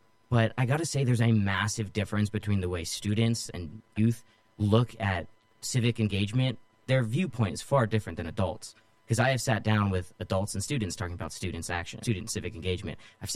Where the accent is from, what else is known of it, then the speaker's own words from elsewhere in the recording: Modesto, California, United States; also born or lived in Hayward, California / Keyes, California / Turlock, California; So I'm originally from Hayward, California, but I moved when I was probably about 3 or 4 years old to Keys, which is a city in between Ceres and Turlock. But then I only stayed there for a little bit till I moved to Modesto. So I've lived in Modesto for about 14 years.